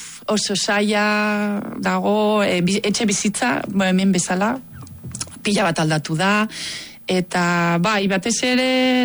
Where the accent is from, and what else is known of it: Catalonia, Spain; first language Catalan; Basque is a second language; moved away as an adult; now in Basque Country, Spain